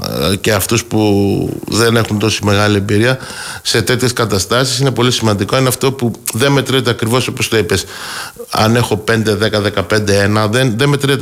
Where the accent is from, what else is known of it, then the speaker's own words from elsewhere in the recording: Greece; σαν Έλληνες